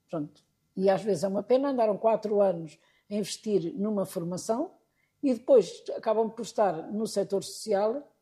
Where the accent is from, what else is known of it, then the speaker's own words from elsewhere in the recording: Coimbra, Centro, Portugal; moved away as an adult; now in Fundão, Portugal; Portanto, sou de Coimbra, também é natural.